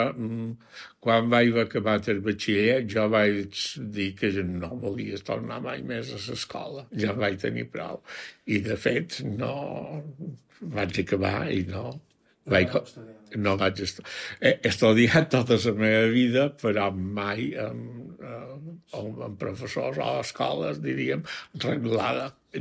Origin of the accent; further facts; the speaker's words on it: Maria de la Salut, Balearic Islands, Spain; vaig néixer a Maria de la Salut el febrer de 1945. Mon pare i ma mare fins en els 50 anys feien de pagesos.